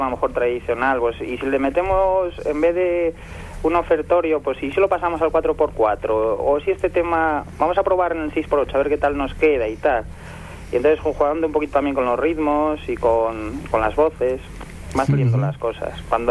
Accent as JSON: {"language": "Spanish", "town": "Escurial de la Sierra", "region": "Castile and León", "country": "Spain", "moved": "yes", "said": "íbamos de camino a mi pueblo, Escurial de la Sierra, que está al sur de Salamanca, en la Sierra de Francia"}